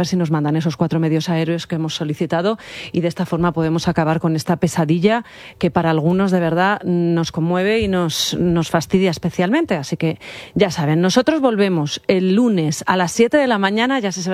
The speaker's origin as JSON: {"language": "Spanish", "region": "Community of Madrid", "country": "Spain", "said": "Todos los madrileños tenemos un pueblo, pues el mío es Sotillo de La Adrada, así que todo nuestro ánimo."}